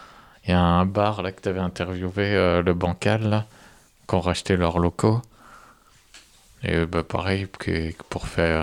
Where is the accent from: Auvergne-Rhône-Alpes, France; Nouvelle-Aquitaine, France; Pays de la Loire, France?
Nouvelle-Aquitaine, France; Moi, je suis un indigène, un autochtone, je sais pas comment, un creusois.